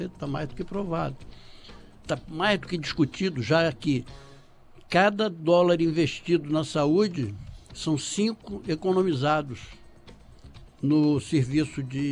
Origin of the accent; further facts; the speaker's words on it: Minas Gerais, Brazil; eu sou mineiro também.